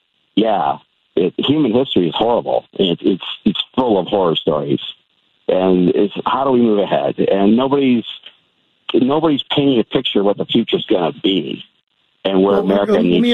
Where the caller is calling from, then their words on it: Albuquerque, New Mexico, United States; also born or lived in Chicagoland; I'm in Albuquerque. I used to live in Chicagoland, but now I'm out here.